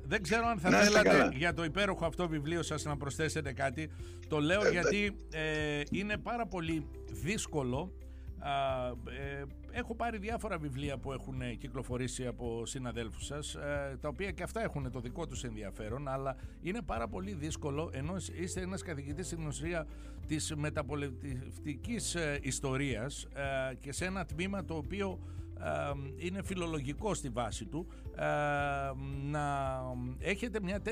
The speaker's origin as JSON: {"language": "Greek", "region": "Eastern Macedonia and Thrace", "country": "Greece", "tie": "born or raised there", "moved": "yes", "lives_now": "Xanthi, Greece", "said": "Και μικρή πηγαίναμε έστω με τα ποδήλατα και τα λοιπά μέχρι την Αδριανή, ναι, τη Χωριστή. Δεν φτάναμε στο Δοξάτο."}